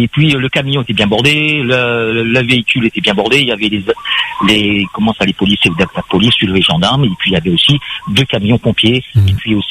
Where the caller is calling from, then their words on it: Saint-Leu, Réunion; moi j'habite à Saint-Leu